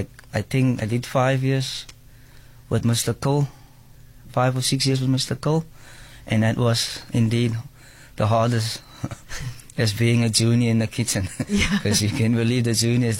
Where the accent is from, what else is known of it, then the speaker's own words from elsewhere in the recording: Cape Town, Western Cape, South Africa; I'm originally from Cape Town, and I grew up in Mitchell's Plain. All my childhood, I've been living in Mitchell's Plain. Grew up with my aunt.